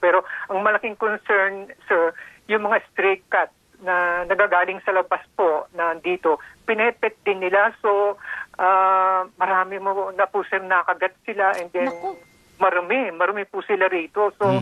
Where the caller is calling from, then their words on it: Quezon City, Metro Manila, Philippines; Taga Quezon City po ako and nakatira po kami sa isang condominium complex po na gated.